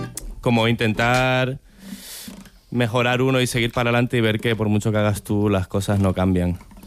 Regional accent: Canary Islands, Spain; Yo soy de Gran Canaria.

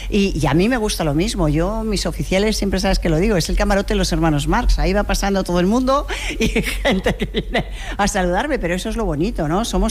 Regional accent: Madrid, Community of Madrid, Spain; soy madrileña y soy muy provinciana.

